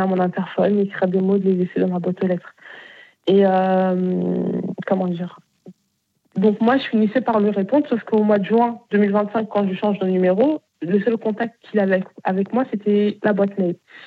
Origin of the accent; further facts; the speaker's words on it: Bayonne, Nouvelle-Aquitaine, France; Parce que moi, je viens de Bayonne.